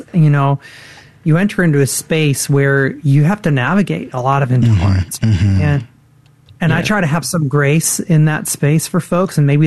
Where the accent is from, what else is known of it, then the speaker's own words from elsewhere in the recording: Michigan, United States; Well, I grew up born and raised here in the state of Michigan, had a couple stops around the country. I grew up here